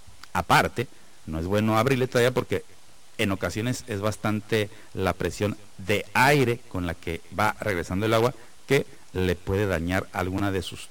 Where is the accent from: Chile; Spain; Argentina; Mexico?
Mexico; Tijuana, Baja California; cómo somos realmente los tijuanenses. Somos gente de bien, somos gente amable, y recibimos a todos los que vienen con buenas intenciones